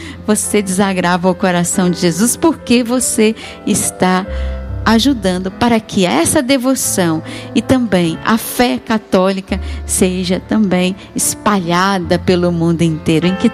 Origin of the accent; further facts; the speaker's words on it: Lorena, São Paulo, Brazil; moved away; lá em Lorena, na minha terra, né?